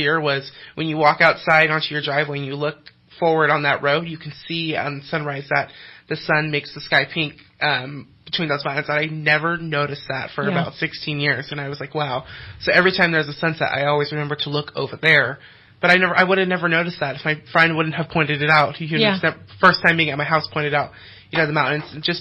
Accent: Cottonwood, California, United States; I grew up in Cottonwood. I've been in Cottonwood for about 17 years. My family is not from here. They're all from the Bay Area, and, you know, they kind of just moved up here because, you know, Lake Shasta, they had a boat and everything.

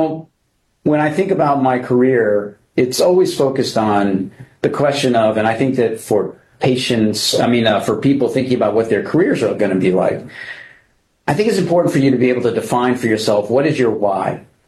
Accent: New Haven, Connecticut, United States; Born and grew up around New Haven, Connecticut. I had parents that immigrated here from China, and I was one of two siblings.

